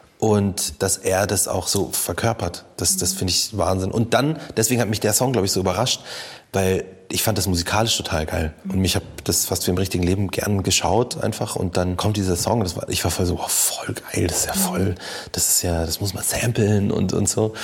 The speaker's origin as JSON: {"language": "German", "region": "Bavaria", "country": "Germany", "accent": "Bavarian", "said": "Dass Bayerisch das eigentliche Esperanto ist. Ich liebe unseren Dialekt und die Melodie kann man weltweit verstehen."}